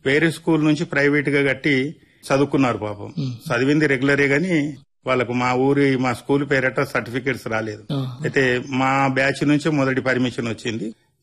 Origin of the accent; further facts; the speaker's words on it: Yapalaguda, Telangana, India; మా ఊరు యాపలగూడ. ఇక నేను ఏ కాలాన్ని కూడా నేను పట్టణంలో గడిపింది లేదు. ఒక చదువుల నిమిత్తము నేను పండిత శిక్షణ పొందినప్పుడు మాత్రమే ఒక సంవత్సరం హైదరాబాద్ లో ఉండవలసి